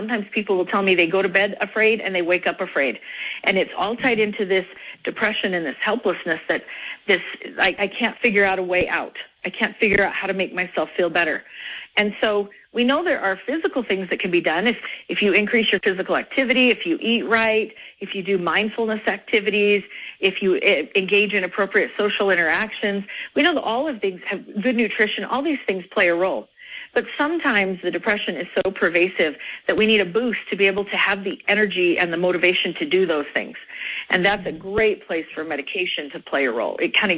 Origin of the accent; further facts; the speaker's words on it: Idaho, United States; I am from Idaho, and so a lot of rural areas, so a lot of space between providers.